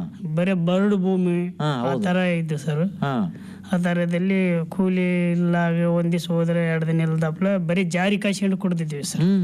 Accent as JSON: {"language": "Kannada", "town": "Jalibenchi", "region": "Karnataka", "country": "India", "tie": "born or raised there", "also_born_or_lived": "Gonuvara", "said": "ಸಣ್ಣವನಿದ್ದಾಗ ನಾವು ಅಪ್ಪ ನಮ್ಮಅಮ್ಮ ಇಲ್ಲಿಗೆ ಬಂದ್ರು ಸರ್, ಇಲ್ಲಿ ಜಾಲಿಬೆಂಚಿಗೆ."}